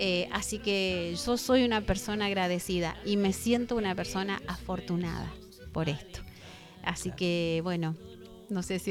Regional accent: Reconquista, Santa Fe, Argentina; Extraño mi tierra, extraño mi gente. Por eso vivo en Reconquista.

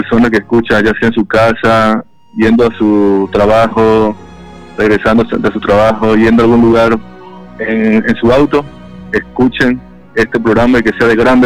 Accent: Venezuela; moved away; como un venezolano, como una persona que tiene familiares allá, yo tengo mis padres, tengo mis tías, vecinos y familiares muy cercanos

